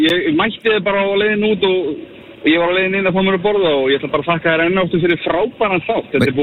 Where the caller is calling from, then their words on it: Capital Region, Iceland; Fiskir því ég reyndar að hringja núna í ferðinni á höfuðborgarsvæðinu er að dreifa fyrir fyrirtæki.